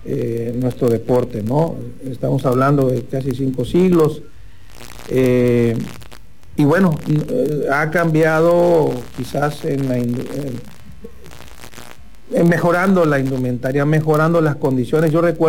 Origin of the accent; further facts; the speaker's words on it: Mexico; yo creo que es algo que nos identifica a todos los mexicanos